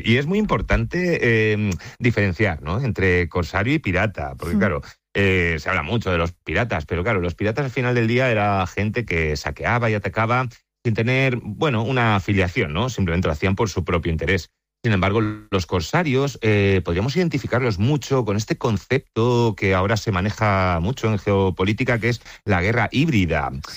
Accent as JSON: {"language": "Spanish", "town": "Alicante", "region": "Valencian Community", "country": "Spain", "said": "que es algo que también, como alicantinos, muchas veces no somos conscientes."}